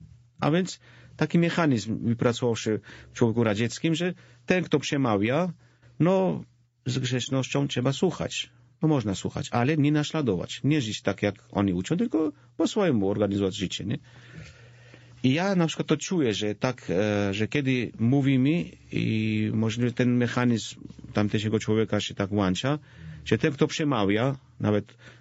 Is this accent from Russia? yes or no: no; Georgia; Polish is a second language; Mieszkamy w mojej wiosce rodzinnej. Jestem proboszczem w swojej wiosce rodzinnej.